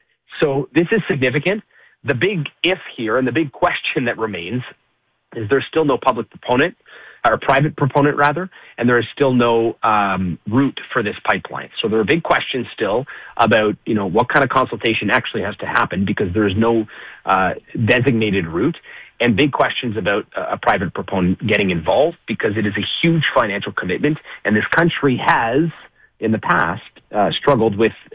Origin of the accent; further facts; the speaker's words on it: Ottawa, Ontario, Canada; I grew up in Ottawa.